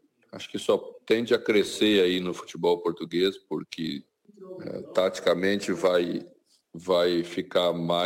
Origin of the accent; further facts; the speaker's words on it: Brazil; Nós mesmos, como brasileiros